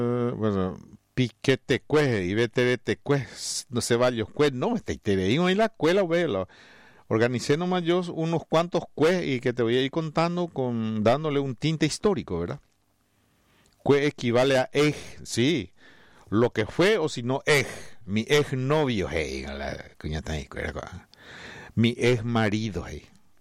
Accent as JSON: {"language": "Spanish", "country": "Paraguay"}